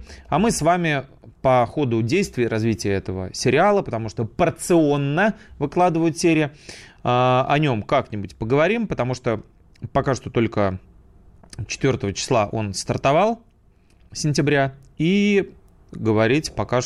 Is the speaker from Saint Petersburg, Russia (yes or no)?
yes; Saint Petersburg, Russia; now in Moscow, Russia; Я, например, из Санкт-Петербурга сюда был перевезен, ну, еще во времена Ленинграда, давным-давно.